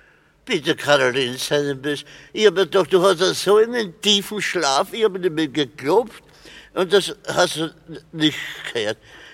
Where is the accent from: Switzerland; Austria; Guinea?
Austria; Grinzing, Vienna; Ich komme aus Grinsing.